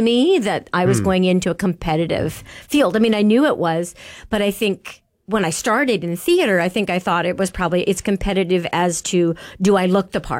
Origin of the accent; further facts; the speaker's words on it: Manitoba, Canada; Manitoban.